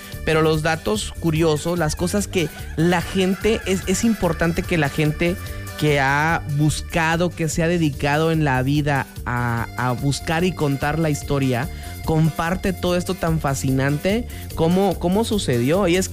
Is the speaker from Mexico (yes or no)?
yes; Chiapas, Mexico; podemos decir los chiapanecos que somos mexicanos por elección.